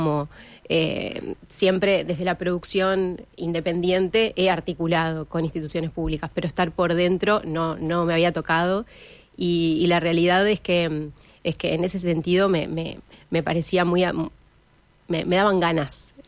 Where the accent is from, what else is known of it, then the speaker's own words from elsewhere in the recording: Montevideo, Uruguay; moved away as an adult; now in Canelones, Uruguay; yo soy de Montevideo